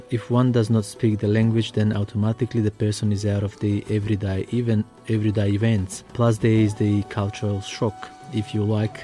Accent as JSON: {"language": "English", "country": "North Macedonia", "lives_now": "Australia", "said": "In my homeland, in Macedonia, I represent as Macedonian."}